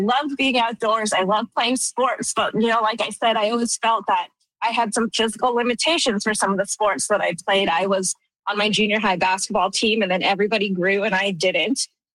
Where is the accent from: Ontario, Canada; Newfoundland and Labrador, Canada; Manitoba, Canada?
Newfoundland and Labrador, Canada; moved away as an adult; now in Regina, Canada; So I'm originally from Newfoundland. I moved to Regina about 13 years ago.